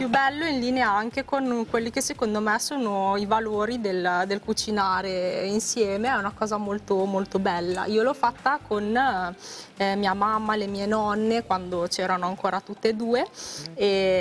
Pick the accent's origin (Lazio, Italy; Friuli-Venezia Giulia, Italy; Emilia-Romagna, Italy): Emilia-Romagna, Italy; Bologna; Di Bologna, abito... Ah, sì, della provincia di Bologna, sì.